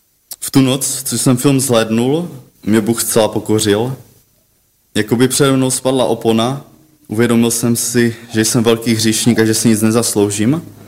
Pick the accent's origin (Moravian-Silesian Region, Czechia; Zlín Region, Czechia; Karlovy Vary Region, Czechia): Moravian-Silesian Region, Czechia; Ostrava; born there; narodil jsem se v Ostravě do rodiny, kde oba rodiče byli nevěřící a o Bohu se v rodině vůbec nemluvilo